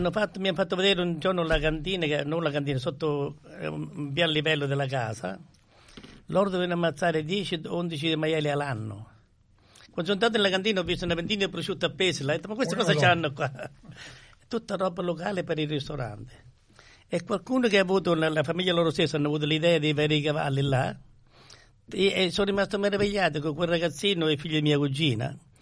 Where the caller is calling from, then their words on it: Australia; siamo di Australia da giovanissimo